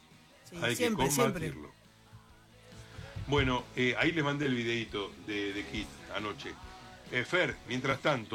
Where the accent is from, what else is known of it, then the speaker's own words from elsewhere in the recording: Argentina; Yo soy nieto de españoles. No soy español, soy argentino.